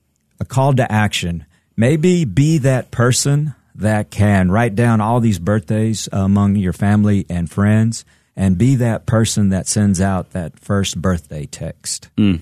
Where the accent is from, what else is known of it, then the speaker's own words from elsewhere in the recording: Odessa, Texas, United States; I am from Odessa, Texas, and man, it gets hot.